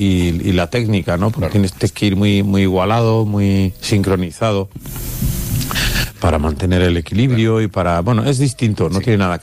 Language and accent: Spanish; Pamplona, Navarre, Spain; also born or lived in Madrid; now in Valencia, Spain; en realidad soy de Pamplona y he vivido en Pamplona, bueno, en Pamplona, en Madrid, en muchos sitios, pero es que ahora sí que me he instalado prácticamente de forma definitiva en Valencia.